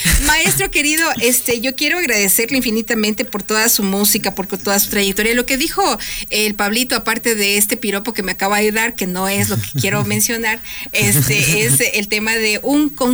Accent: Ecuador

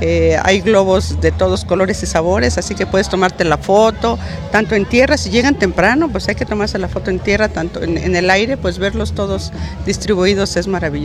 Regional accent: Mexico; soy instructora en México, en mi país, y para poder dar instrucción en este país, soy extranjera

